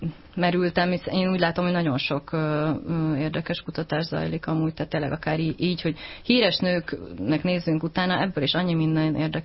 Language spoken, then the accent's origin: Hungarian; Gödöllő, Pest, Hungary; Gödöllőiként